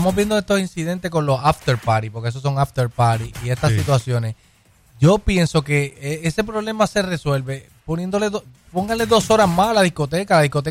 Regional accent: Puerto Rico; now in Providence, United States

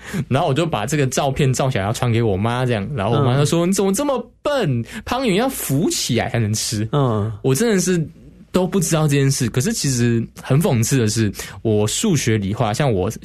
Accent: Taichung, Taiwan; moved away as an adult; 国中高中我是在台中长大的孩子，不是说台中多落后，但我的那个城市里面我算是比较顶尖成绩的孩子。

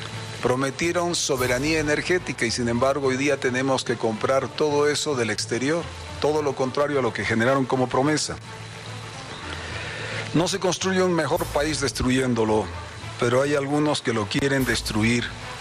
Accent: Bolivia; entre bolivianos

